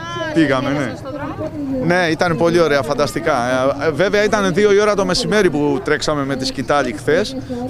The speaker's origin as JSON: {"language": "Greek", "town": "Corinth", "region": "Peloponnese", "country": "Greece", "said": "Είμαι από την Κόρινθο. Η μισή μου καταγωγή λόγω μαμάς μου είναι από την Ερεσό. Είμαι μισός Μυτιλινιός. Είμαι πρόεδρος σε ένα σύλλογο δρομέων στην Κορινθία"}